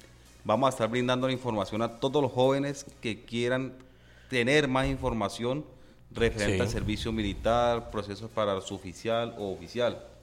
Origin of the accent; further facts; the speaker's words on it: Neiva, Huila, Colombia; ya que también pertenezco acá al Huila. Soy de Neiva Huila también